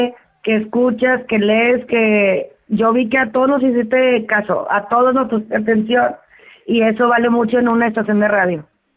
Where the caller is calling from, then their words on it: Monterrey, Nuevo León, Mexico; yo soy de Monterrey